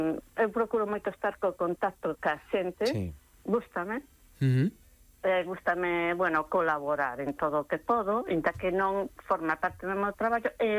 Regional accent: Betanzos, Galicia, Spain; Os que somos de Betanzos ou que vivimos en Betanzos, os que sabemos...

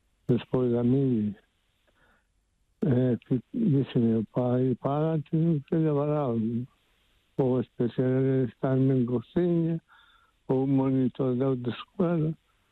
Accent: Taragoña, Galicia, Spain; born there; now in Ribeira, Spain; Nací en Tarragoña.

